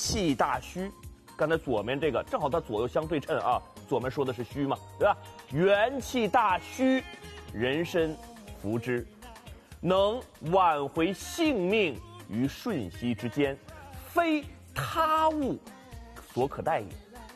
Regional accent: China; 我们中国人是用中国人历朝历代的老百姓的智慧、身体，已经上千年的尝试出来了、推理出来了。

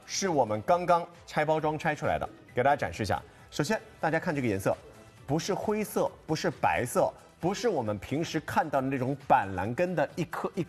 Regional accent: Hangzhou, Zhejiang, China; 虽然我作为一个杭州人有点不服

